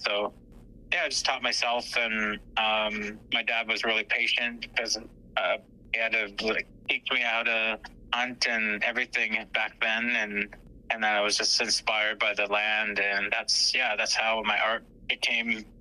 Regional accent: Prince Edward Island, Canada; moved away as an adult; now in northern Canada; and actually I was adopted in the 70s. I grew up in Prince Edward Island, and then I moved back up north in 93

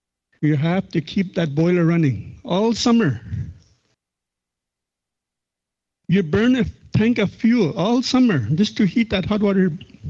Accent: Fort Good Hope, Northwest Territories, Canada; I'm from Fort Good Hope.

